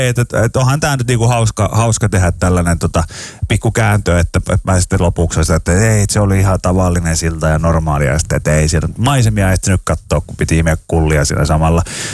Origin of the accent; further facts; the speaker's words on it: Pori, Satakunta, Finland; mä oon tämmönen porilainen huumoriveikko.